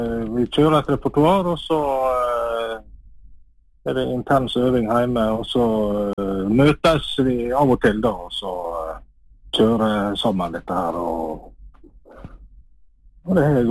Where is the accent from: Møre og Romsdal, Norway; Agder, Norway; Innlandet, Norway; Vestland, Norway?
Møre og Romsdal, Norway; Valderøya; Jeg er sunnmøring. Født og oppvokst på Valderøya.